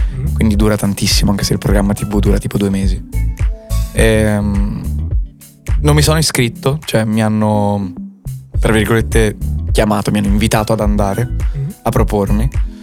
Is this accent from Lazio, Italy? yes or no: no; Ancona, Marche, Italy; io sono di Ancona